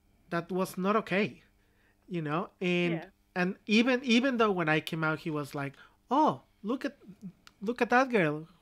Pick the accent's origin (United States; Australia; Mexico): Mexico; when I grew up back in Mexico, my dad used to do all those kind of jokes, you know.